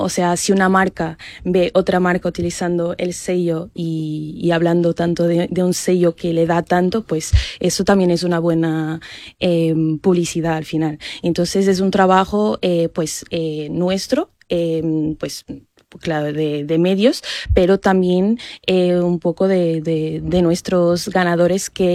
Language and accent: Spanish; Portugal; Spanish is a second language; moved away; Que soy portuguesa, sí.